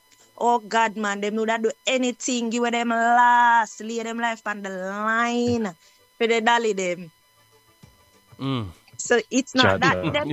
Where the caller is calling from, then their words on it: Jamaica; No, we are Jamaican.